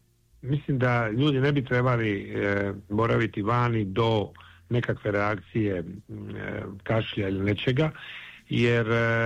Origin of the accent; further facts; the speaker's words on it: Split, Split-Dalmatia County, Croatia; Zato kažem, ja dolazim iz Splita